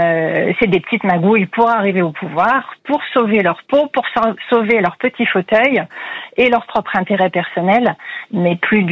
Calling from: Bourgogne-Franche-Comté, France; De près de Mâcon.

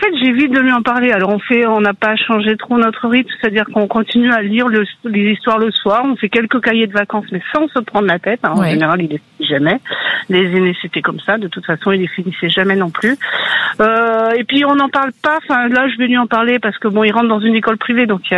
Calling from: Loupiac, Nouvelle-Aquitaine, France; De Loupiac, en Gironde.

